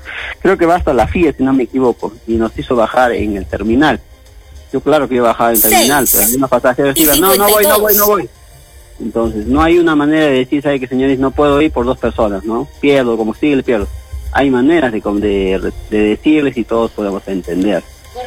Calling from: La Joya, Arequipa, Peru; yo vivo acá en La Joya

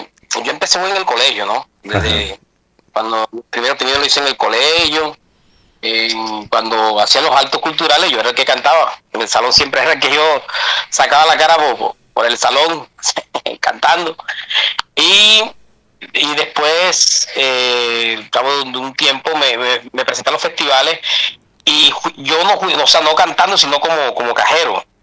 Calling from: Montería, Córdoba, Colombia; En Montería, mi casa.

